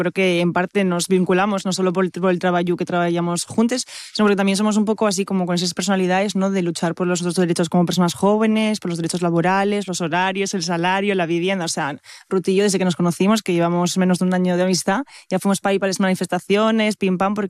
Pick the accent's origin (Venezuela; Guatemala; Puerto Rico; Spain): Spain; Asturias; pero son de fuera. Son de Cantabria y de Valladolid, pero yo nací aquí, o sea, yo sí soy de aquí, entonces puedo decir, ahora mismo, viviendo en Oviedo, a pesar de ser de la cuenca